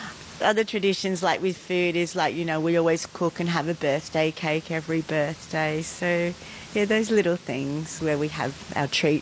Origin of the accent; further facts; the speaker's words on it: Sydney, New South Wales, Australia; I grew up in Sydney, but I was adopted and taken from my mum. So I know that my bloodline is Narunga way and Ghana way, so Adelaide ways.